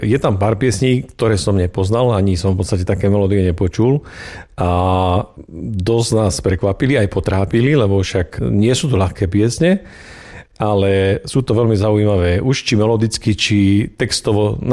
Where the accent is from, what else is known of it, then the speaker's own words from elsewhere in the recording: Krupina, Banská Bystrica Region, Slovakia; Krupinčan som vlastne iba sám ja. Ja som z Krupiny.